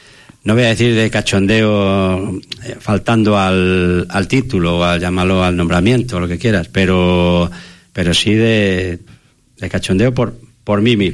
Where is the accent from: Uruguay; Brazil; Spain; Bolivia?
Spain; Medina del Campo, Castile and León; Yo soy medinense desde que nací, de pura cepa, como digo, y sanantolinero.